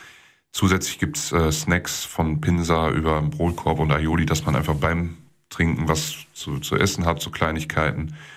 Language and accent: German; Kleve, North Rhine-Westphalia, Germany; Ich bin Klever, ich komme aus Kleve